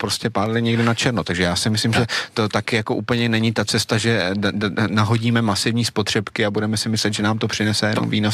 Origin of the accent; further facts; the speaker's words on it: Moravia, Czechia; já pocházím z Moravy